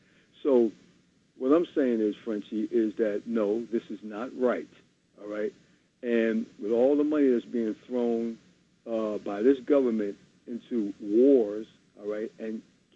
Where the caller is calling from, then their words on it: Newark, New Jersey, United States; I'm calling out of Newark, New Jersey